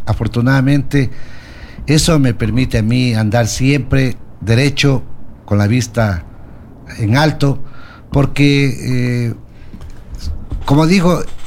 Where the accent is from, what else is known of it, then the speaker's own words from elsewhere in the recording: Loja, Ecuador; yo nací aquí en Loja hace 67 años. Soy un lojano apasionado de mi tierra. Tenido oportunidades para salir varias veces a vivir en el exterior, aquí fuera de, de la ciudad, pero yo he arraigado a mi tierra